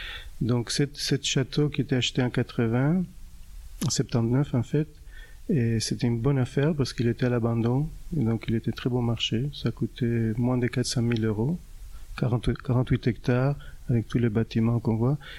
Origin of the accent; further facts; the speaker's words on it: Uruguay; moved away; also born or lived in United States; Je voulais retourner dans mon pays, en Uruguay. Je viens de l'Uruguay